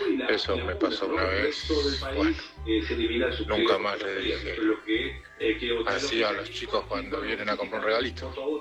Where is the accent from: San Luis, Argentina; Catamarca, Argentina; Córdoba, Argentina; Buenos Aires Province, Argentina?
Buenos Aires Province, Argentina; Longchamps; Hola, ¿cómo están? … de Longchamp.